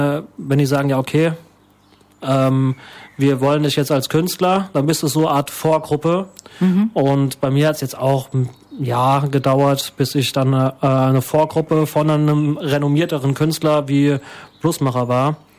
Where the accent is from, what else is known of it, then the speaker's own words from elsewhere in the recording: Ludwigshafen, Rhineland-Palatinate, Germany; Genau, also ich komme aus Ludwigshafen, also auch der Delta-Kreis genannt.